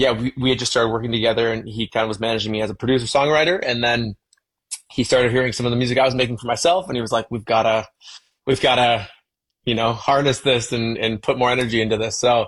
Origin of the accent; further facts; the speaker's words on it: London, Ontario, Canada; this artist who is an R&B singer from my hometown, which is London, Ontario.